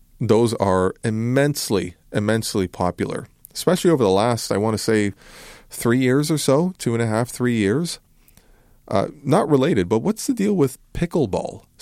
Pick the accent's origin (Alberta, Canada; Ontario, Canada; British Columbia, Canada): Ontario, Canada; Brampton; I grew up in Brampton